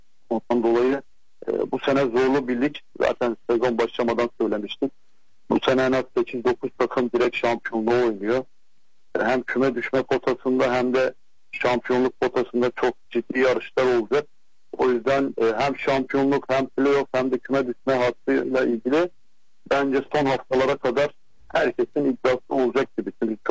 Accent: Van, Turkey; kendi memleketim Vanspor

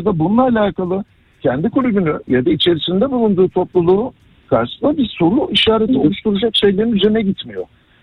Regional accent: İzmit, Kocaeli, Turkey; Ben de Kocaeli'yim bu arada. Yani bizim ortak müşterimiz de çok var. 98 mezunuyum ben. Aynı coğrafyada büyüdük sizinle.

